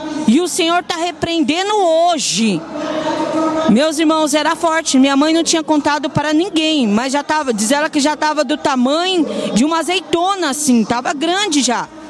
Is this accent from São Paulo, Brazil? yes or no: yes; São Paulo, Brazil; Eu venho daqui de São Paulo mesmo.